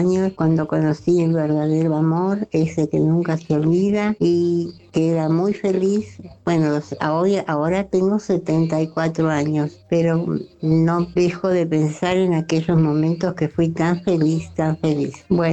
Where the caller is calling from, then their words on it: Buenos Aires, Argentina; del barrio de Villa Crespo.